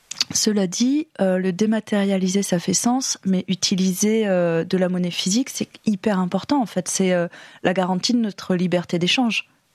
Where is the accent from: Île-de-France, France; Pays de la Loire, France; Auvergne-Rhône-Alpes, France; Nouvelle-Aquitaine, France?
Nouvelle-Aquitaine, France; Glanges; Donc moi je suis de Glange, donc de la communauté de communes Briens-Sud-Haute-Vienne